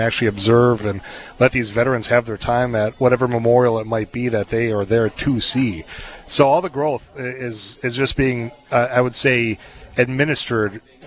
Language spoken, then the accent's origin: English; Leeds, North Dakota, United States; I'm from Leeds, North Dakota